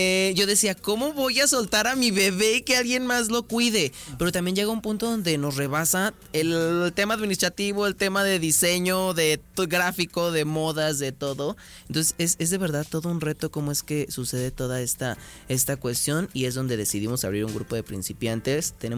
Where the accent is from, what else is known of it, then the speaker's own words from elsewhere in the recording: Aguascalientes, Mexico; el folclórico de mi tierra, aguascalentenses